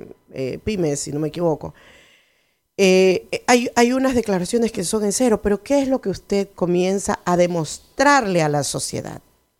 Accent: Ecuador; nosotros debemos, como ecuatorianos

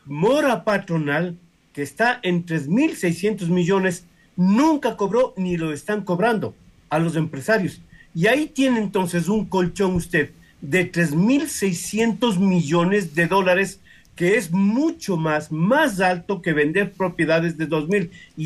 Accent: Ecuador; somos ecuatorianos

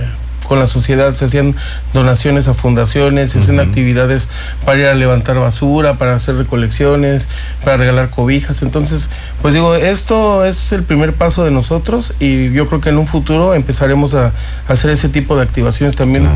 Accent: Guadalajara, Jalisco, Mexico; now in Cancún, Mexico; yo vengo de la ciudad de Guadalajara.

